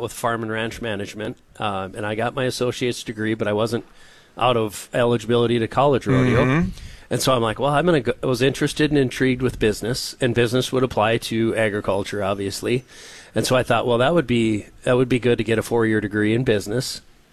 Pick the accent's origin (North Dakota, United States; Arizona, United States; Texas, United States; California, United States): North Dakota, United States; Hettinger; I'm very proud to say that I'm from North Dakota. Grew up on a farm and ranch down in Hettinger.